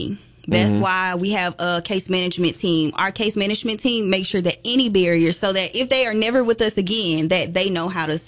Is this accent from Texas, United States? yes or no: no; Dixon Mills, Alabama, United States; So I grew up in Dixon Mills, Alabama.